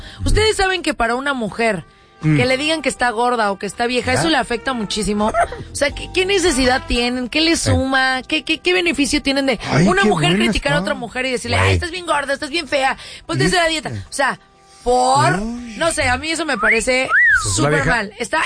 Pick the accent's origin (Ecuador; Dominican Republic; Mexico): Mexico; Las dos somos mexicanas.